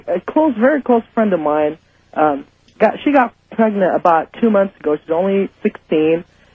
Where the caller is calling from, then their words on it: Beaverton, Oregon, United States; from Beaverton, Oregon.